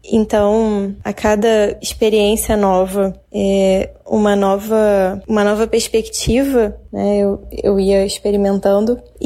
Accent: Petrópolis, Rio de Janeiro, Brazil; eu tenho 33 anos, eu sou natural de Petrópolis

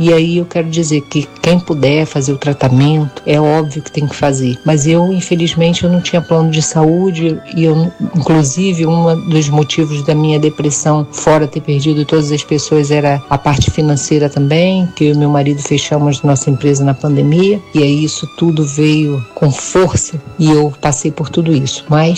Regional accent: Rio de Janeiro, Brazil; sou do Rio de Janeiro, mas estou morando aqui no Espírito Santo

